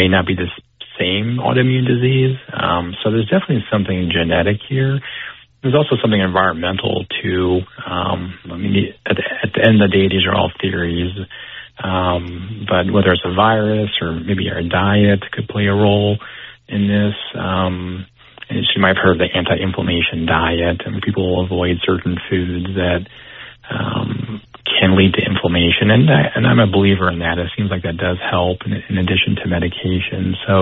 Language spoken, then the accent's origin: English; Sheboygan, Wisconsin, United States; So, my roots, I'm from Sheboygan, so this is, you know, home in northeast Wisconsin.